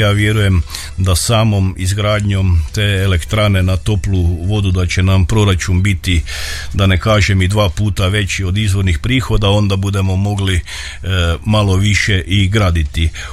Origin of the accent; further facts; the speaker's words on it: Budančevica, Koprivnica-Križevci County, Croatia